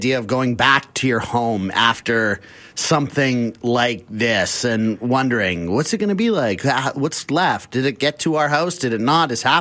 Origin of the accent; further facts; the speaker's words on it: Abbotsford, British Columbia, Canada; Abbotsford is my hometown.